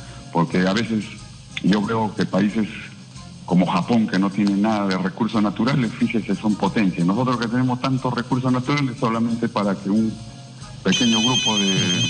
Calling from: Lima, Peru; de San Juan del Urigancho.

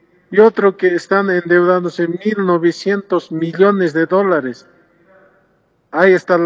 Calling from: El Alto, La Paz, Bolivia; Estoy llamando desde la ciudad del Alto.

